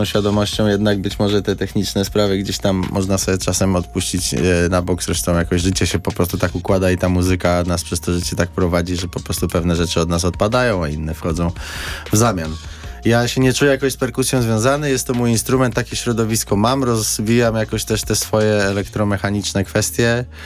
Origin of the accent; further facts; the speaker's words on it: Bydgoszcz, Kuyavian-Pomeranian Voivodeship, Poland; born there; w klubie, w którym się wychowywałem, czyli w Mózgu. Bydgoszcz